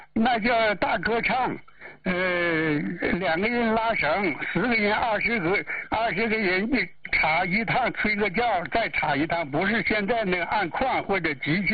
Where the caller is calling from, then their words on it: Changchun, Jilin, China; ，今年81岁高龄了。